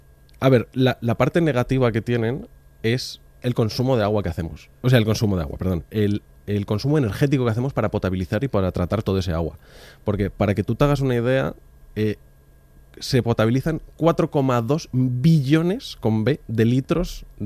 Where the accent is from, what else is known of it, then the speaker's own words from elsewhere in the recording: Community of Madrid, Spain; el canal de Isabel II que como madrileño defiendo aquí a muerte.